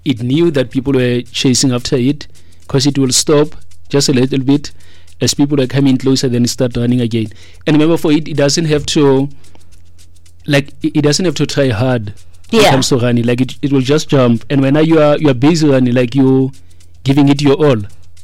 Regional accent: North West, South Africa; growing up in the Northwest, where I stay, Thandabantu, we see monkeys a lot in our area.

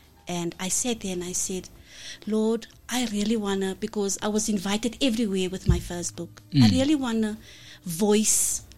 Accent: Annadale, Gauteng, South Africa; born there; also born or lived in Noordgesig; I'm originally from Annadale, born and bred

